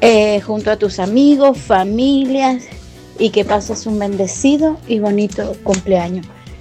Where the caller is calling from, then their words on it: Maipú, Argentina